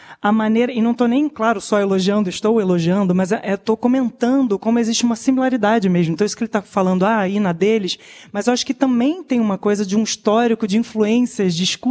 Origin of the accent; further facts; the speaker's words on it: Rio de Janeiro, Brazil; born there; Não, eu nasci no Rio mesmo.